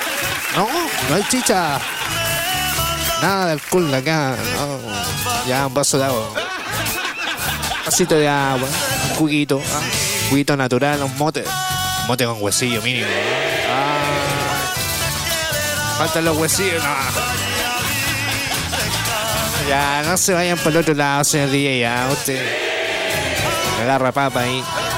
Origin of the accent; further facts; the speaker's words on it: Chile; como somos chilenos, celebramos igual la independencia.